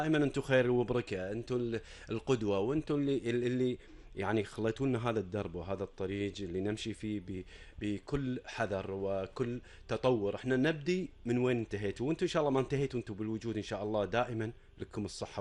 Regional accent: Kuwait; احنا كشباب كويتيين وبنات كويتيات

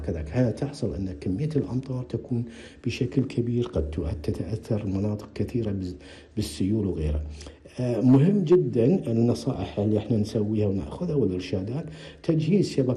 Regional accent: Kuwait; تأثرت المنطقة عندنا في الكويت والمناطق المجاورة

